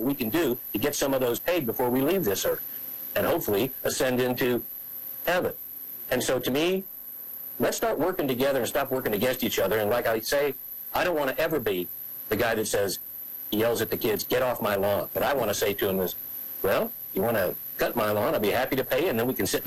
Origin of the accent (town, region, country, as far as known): United States